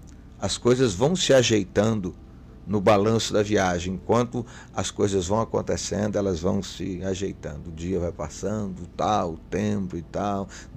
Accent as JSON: {"language": "Portuguese", "region": "Minas Gerais", "country": "Brazil", "tie": "born or raised there", "moved": "yes", "said": "Na minha terra, uma região lá de Minas, forte a pecuária"}